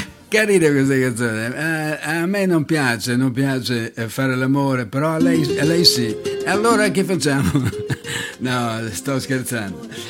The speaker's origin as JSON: {"language": "Italian", "town": "Brescia", "region": "Lombardy", "country": "Italy", "said": "come dicono a Brescia, dalle nostre parti."}